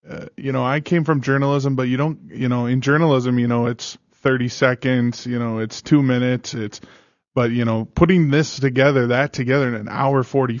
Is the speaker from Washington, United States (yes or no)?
no; Chicago, Illinois, United States; And I'm from Chicago and it's cool to watch this small town, you know, whatever.